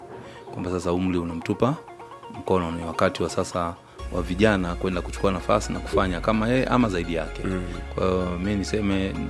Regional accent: Tanzania; Mimi kwangu kwanza kama Mtanzania

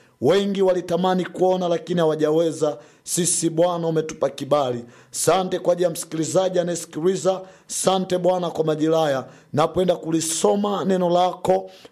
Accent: Tanzania; na wewe Mtanzania mwenzangu

